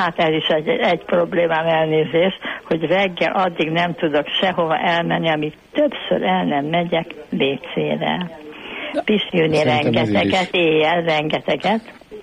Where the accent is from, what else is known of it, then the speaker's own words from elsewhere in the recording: Budapest, Hungary; moved away as an adult; now in Zalaegerszeg, Hungary; én Budán laktam, most Zalaegerszegen élek, ide jöttem férhez